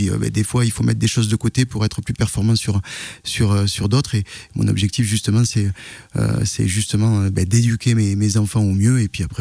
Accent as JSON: {"language": "French", "country": "France", "tie": "born there", "said": "vous avez des origines algériennes comme j'ai, vous n'oubliez pas vos origines, mais effectivement, vous avez grandi dans une ville locale, laïque, avec les valeurs de la République. Et effectivement, moi, j'ai grandi avec cette énergie de français plus que français"}